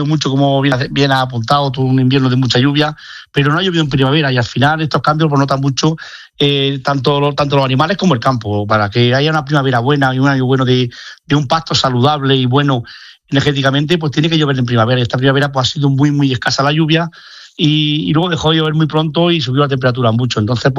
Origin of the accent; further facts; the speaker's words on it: Spain; España, que somos el mayor productor de la Unión Europea de cordero